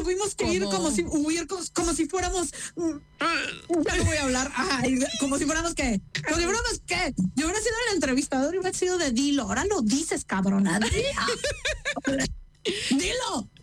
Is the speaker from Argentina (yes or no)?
no; Mexico; México es un país migrante donde a los extranjeros los recibimos...